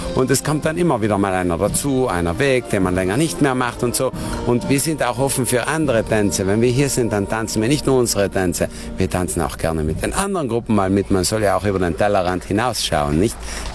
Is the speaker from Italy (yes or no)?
yes; Trentino-Alto Adige, Italy; Wir sind aus Südtirol, eigentlich aus Philanders. Es ist ein kleines Dorf auf 900 Höhenmeter mit ca. 2000 Einwohnern.